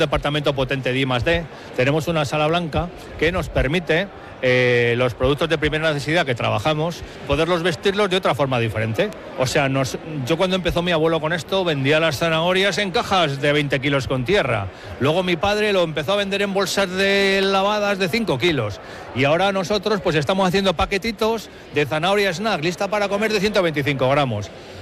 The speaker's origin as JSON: {"language": "Spanish", "town": "Cuéllar", "region": "Castile and León", "country": "Spain", "said": "Yo soy de Cuéllar, me considero cuellarano, segoviano, de Castilla y León y español."}